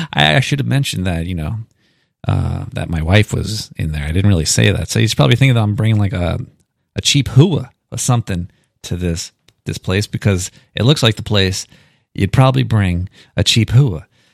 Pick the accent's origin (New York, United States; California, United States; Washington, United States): New York, United States; Brooklyn; I'm from Brooklyn. I'm a bumbling Brooklyn retard. I can't get back there.